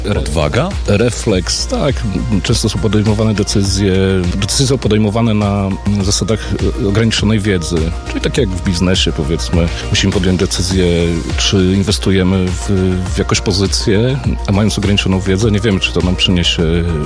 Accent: Włodawa, Lublin Voivodeship, Poland; Ja sam pochodzę z Włodawy.

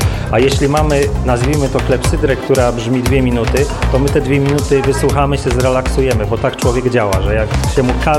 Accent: Będzin, Silesian Voivodeship, Poland; Z Będzina.

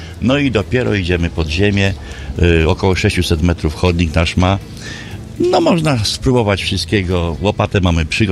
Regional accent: Wrocław, Lower Silesian Voivodeship, Poland; now in Wałbrzych, Poland; Jestem akurat z Wrocławia.

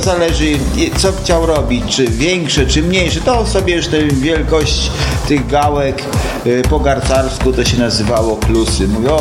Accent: Urzędów, Lublin Voivodeship, Poland; A jestem urzędowiak taki, można powiedzieć, że praktycznie 100% tam od iluś tam pokoleń, nie?

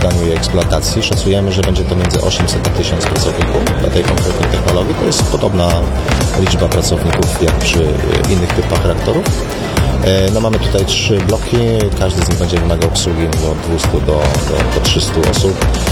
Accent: Pomeranian Voivodeship, Poland

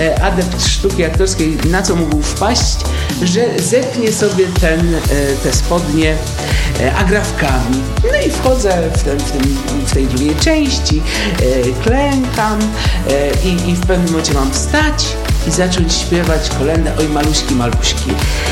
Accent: Rzeszów, Subcarpathian Voivodeship, Poland; Pamiętam w moim liceum w Rzeszowie, bo pochodzę z Rzeszowa

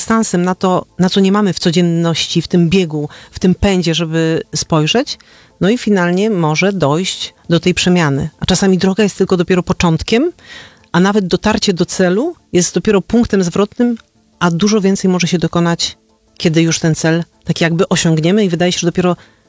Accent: Częstochowa, Silesian Voivodeship, Poland; Ja tak o te Częstochowe pytam nie bez kozery, bo jestem sama częstochowianką, co też powoduje, że z jednej strony, no ja jest na górę, jest jak mój drugi dom, tak?

